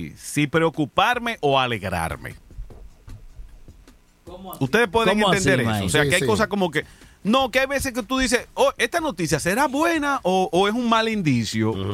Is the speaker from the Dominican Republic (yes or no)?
yes; Dominican Republic; moved away; si 3 millones de dominicanos entendemos que no encontramos la forma de desarrollarnos en nuestra tierra, que es donde realmente queremos estar